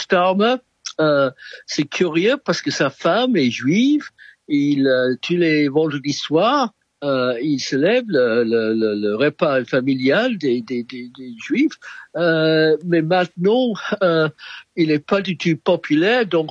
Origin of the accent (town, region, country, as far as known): United Kingdom